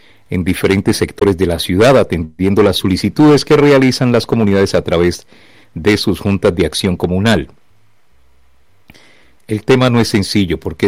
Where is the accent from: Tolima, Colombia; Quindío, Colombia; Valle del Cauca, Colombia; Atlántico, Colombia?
Valle del Cauca, Colombia; Buenaventura; Bello puerto del mar, mi Buenaventura. Linda mi tierra, hermosa, espectacular.